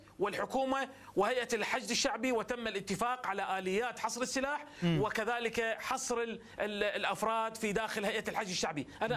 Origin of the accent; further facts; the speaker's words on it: Iraq; هذا هو قرارنا كعراقيين